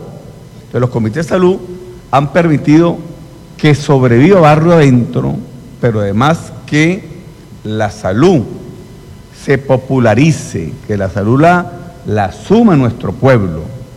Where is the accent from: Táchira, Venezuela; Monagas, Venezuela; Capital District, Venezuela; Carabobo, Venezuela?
Táchira, Venezuela; San Cristóbal; Yo me crié en Riberas del Torbes